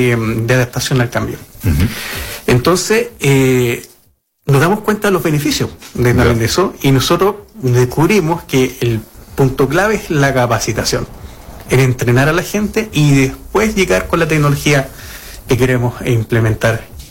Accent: Quirihue, Ñuble, Chile; moved away; Yo soy de Quirihue. Entonces, como amante de la región de Ñuble, quise volver a mi región

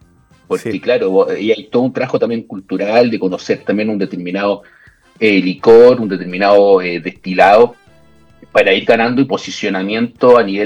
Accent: Chile; nosotros mismos como chilenos

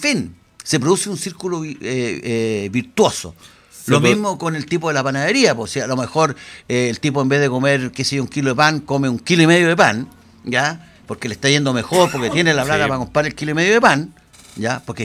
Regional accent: Chile; esto va a lo que nosotros somos los chilenos, que es lo importante. Aquí los chilenos somos todos chilenos, somos todos hermanos.

